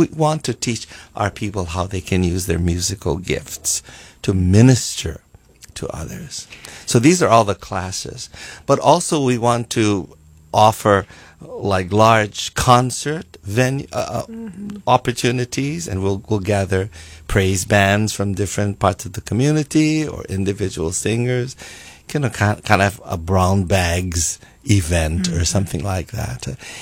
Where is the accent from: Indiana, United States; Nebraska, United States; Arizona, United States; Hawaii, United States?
Hawaii, United States; Hilo; I'm from the Big Island, from Hilo side.